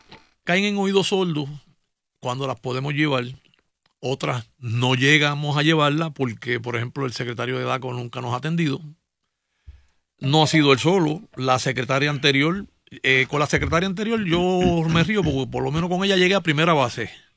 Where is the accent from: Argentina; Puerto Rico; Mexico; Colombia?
Puerto Rico; Y yo tengo mi creencia como puertorriqueño y mi ideología.